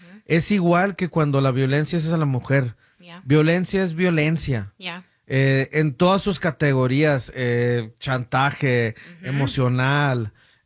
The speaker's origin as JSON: {"language": "Spanish", "region": "Guanajuato", "country": "Mexico", "moved": "yes", "said": "yo soy de Guanajuato."}